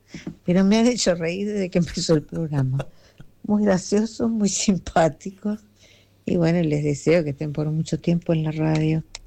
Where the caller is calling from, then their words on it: Santa Clara, Uruguay; de Santa Clara.